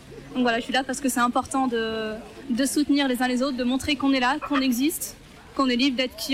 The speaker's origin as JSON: {"language": "French", "region": "Auvergne-Rhône-Alpes", "country": "France", "tie": "born there", "said": "Moi, je viens aussi du Beaujolais, d'un milieu rural"}